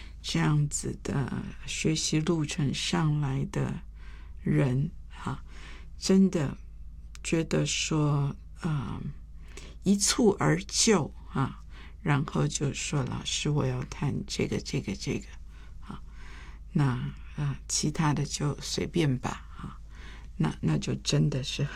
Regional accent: Taiwan; 我在这个眷村里面长大的时候，

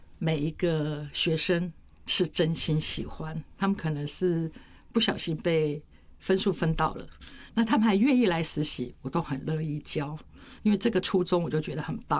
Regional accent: Kaohsiung, Taiwan; also born or lived in Tainan; 第一份在高雄，我是高雄人。

